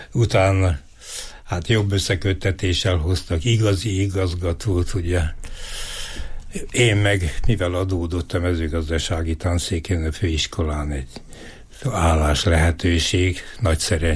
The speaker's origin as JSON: {"language": "Hungarian", "town": "Eger", "region": "Heves", "country": "Hungary", "tie": "born or raised there", "moved": "as an adult"}